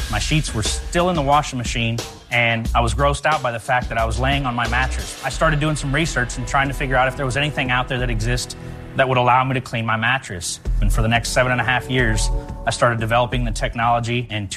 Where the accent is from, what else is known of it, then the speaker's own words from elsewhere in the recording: Dallas, Texas, United States; I'm from Dallas, Texas.